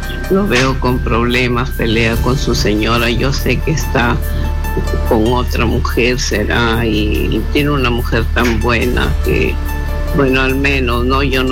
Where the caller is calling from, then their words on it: Lima, Peru; Yo llamo de San Juan del Lurigancho.